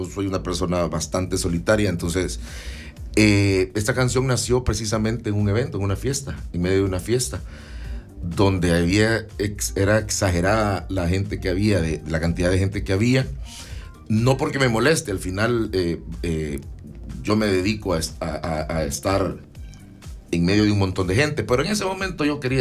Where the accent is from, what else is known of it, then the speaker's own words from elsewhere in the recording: Santa Ana, El Salvador; born there; now in San Salvador, El Salvador; soy cantautor salvadoreño, nacido en Santa Ana, viviendo aquí en San Salvador.